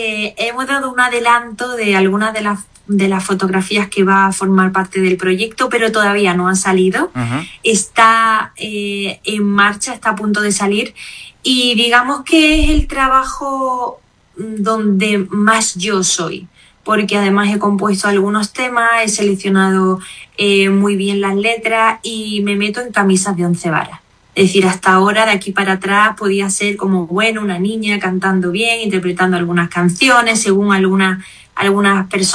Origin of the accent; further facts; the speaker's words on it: Jaén, Andalusia, Spain; moved away; a mí fuera de Andalucía, cuando me preguntan ¿de dónde eres … ? Yo no digo que soy andaluza, yo digo que soy de Jaén. Es que es algo que no puedo explicar. Yo cruzo Despeñaperros y se me mueve algo